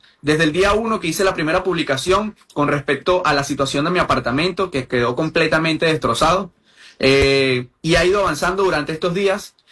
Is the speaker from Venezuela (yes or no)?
yes; Aguaira, Venezuela; yo soy nacido y criado en Aguaira. A día de hoy, post terremoto, sigo viviendo en Aguaira.